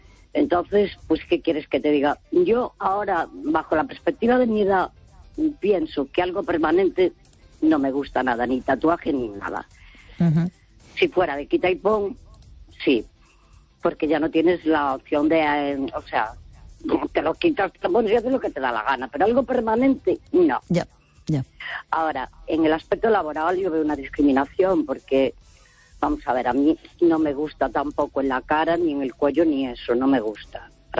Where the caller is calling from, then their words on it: Santiago de Compostela, Galicia, Spain; de Santiago.